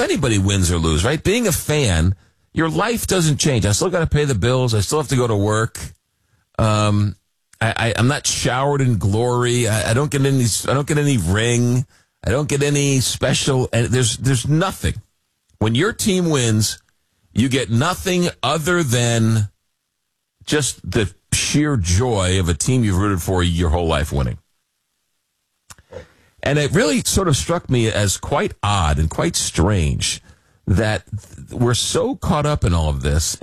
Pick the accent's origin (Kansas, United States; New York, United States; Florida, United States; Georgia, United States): New York, United States; Long Island; born or raised there